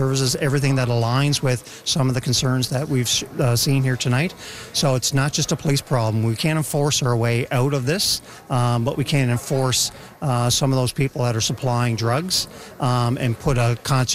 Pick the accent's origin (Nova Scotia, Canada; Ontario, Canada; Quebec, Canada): Nova Scotia, Canada; New Waterford; I grew up in New Waterford. I'm from here. I started my policing career in New Waterford.